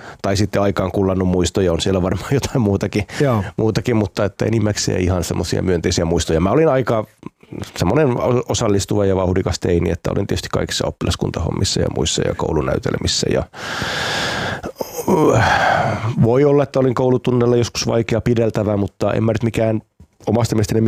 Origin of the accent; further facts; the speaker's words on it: Tuusula, Uusimaa, Finland; No siellä oli aika paljon tuolla seudulla tuolloin ja jossain määrin kyllä tänäkin päivänä niin niillä kulmilla nuorehkoa väestöä, nuoria pareja, paljon lapsiperheitä, että siinä meidänkin kotikadun kulmilla niin oli paljon sitten lapsia ja leikkikavereita.